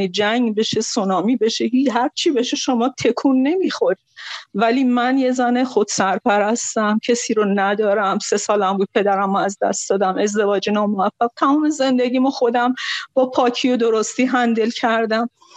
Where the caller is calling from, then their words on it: Khuzestan, Iran; خودم خوزستانیم